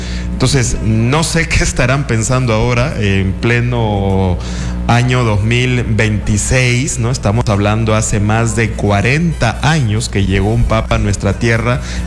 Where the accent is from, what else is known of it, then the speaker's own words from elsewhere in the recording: Piura, Peru; los piuranos somos los peruanos más cálidos, más alegres, ¿no? Más bonachones del país.